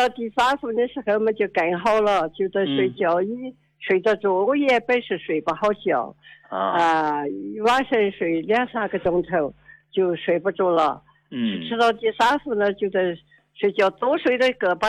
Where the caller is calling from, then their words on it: Yunnan, China; 我是云南的。